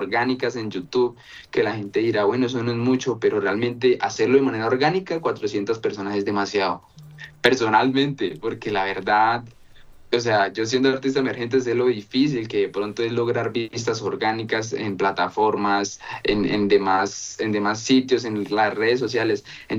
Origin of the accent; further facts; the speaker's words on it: Arauca, Colombia; qué chimba poder representar a Arauca, porque Arauca es mi tierra, pues ahí me crié y ahí voy a estar siempre.